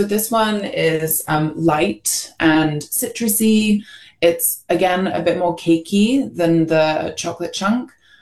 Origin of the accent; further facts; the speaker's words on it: Hong Kong; something that I grew up in Hong Kong. I grew up with it.